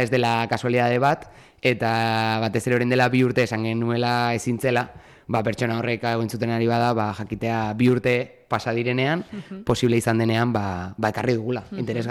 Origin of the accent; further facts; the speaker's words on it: Irun, Basque Country, Spain; baina irundarra naiz